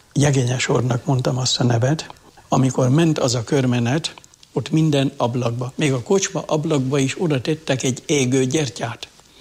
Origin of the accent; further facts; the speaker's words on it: Jászárokszállás, Jász-Nagykun-Szolnok, Hungary; moved away as an adult; now in Jászberény, Hungary; Szülőhazám Jászárokszállás